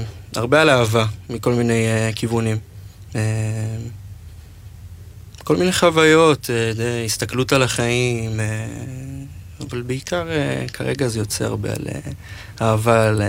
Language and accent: Hebrew; Pardes Hanna-Karkur, Haifa District, Israel; אני פרדס חנה קרקור, אני בן 21... כן, 21.